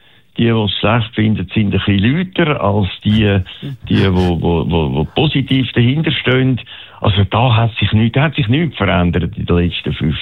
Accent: Kloten, Zurich, Switzerland; Ja, ganz Kloten. Ganz Kloten ist für mich Heimat. Aber wenn man vielleicht etwas raussuchen will, ich bin in der Nähe vom Schlufweg aufgewachsen. Und ich habe jetzt auch vor wenigen Jahren wieder an Standort von meinem ehemaligen Elternhaus zurückkehren können.

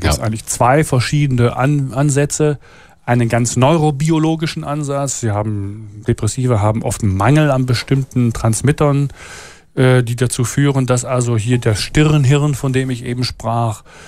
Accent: Düsseldorf, North Rhine-Westphalia, Germany; now in Switzerland; Ich habe jetzt hier … Das ist eine Reminiszenz an meine alte Heimat. Ich bin ja Rheinländer.

